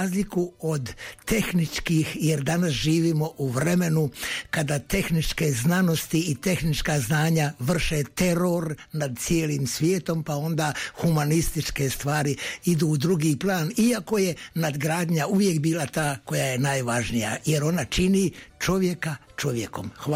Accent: Metković, Dubrovnik-Neretva County, Croatia; mom društvu u Metkoviću, odakle sam ja potekao u ovom smislu

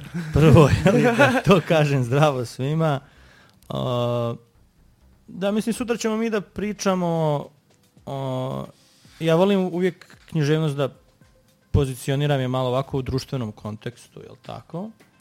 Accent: Sarajevo, Federation of Bosnia and Herzegovina, Bosnia & Herzegovina; born there; ja sam rođen u Sarajevu, kasnije sam odrastao svugdje, negdje u izbjeglištvu sa roditeljima, pa sam se ponovo vratio u Bosnu i bio takozvano raseljeno lice.

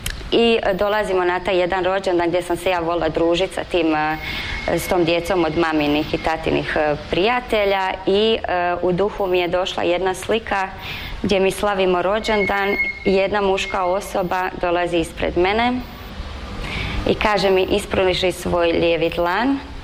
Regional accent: Slavonski Brod, Brod-Posavina County, Croatia; born there; also born or lived in Slobodnica; kod nas u Slavonskom Brodu

